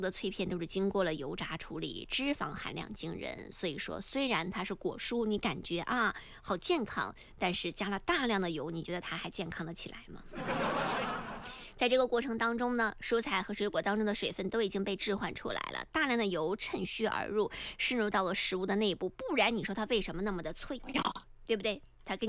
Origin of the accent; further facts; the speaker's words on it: Fujian, China; 这个东西的热量我觉得咱们闽南人都懂啊